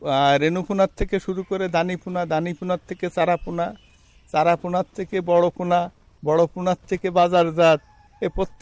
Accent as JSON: {"language": "Bangla", "area": "Bagerhat", "region": "Khulna Division", "country": "Bangladesh", "said": "আমাদের বাড়ি হলো বাগেরহাট ফকিরহাট উপজেলা বাহিরদিয়া গ্রাম।"}